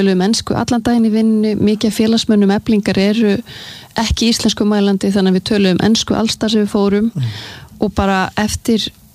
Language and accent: Icelandic; Sweden; ég alinn upp í Svíþjóð alinn upp við að læra 2 tungumál sama tíma